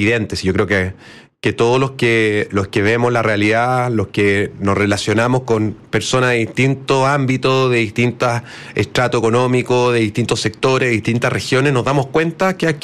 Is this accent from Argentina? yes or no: no; Ovalle, Coquimbo, Chile; Yo soy del norte, soy de Ovalle